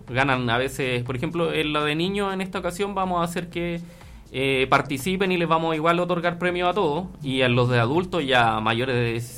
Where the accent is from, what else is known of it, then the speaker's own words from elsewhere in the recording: Santiago, Santiago Metropolitan Region, Chile; now in Curicó, Chile; Partimos en Santiago, somos originalmente de Santiago, nos vinimos a vivir a Curicó